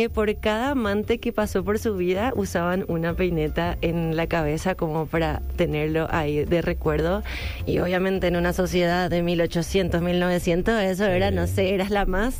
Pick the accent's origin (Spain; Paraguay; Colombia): Paraguay